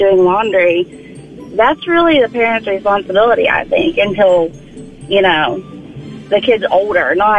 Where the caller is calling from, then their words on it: Braxton County, West Virginia, United States; I'm from Braxton County, so I always had chores.